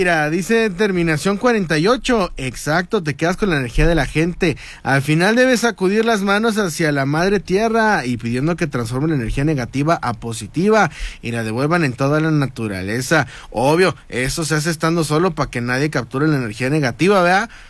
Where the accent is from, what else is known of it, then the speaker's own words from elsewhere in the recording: Cuba; estaría re bien que mañana habláramos justamente como cubanos, ¿verdad?